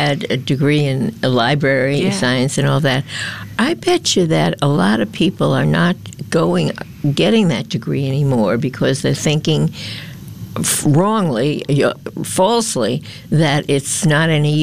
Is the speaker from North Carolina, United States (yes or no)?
no; New York, United States; now in Buffalo, United States; I grew up in Manhattan, which is not Brooklyn, but close enough, right?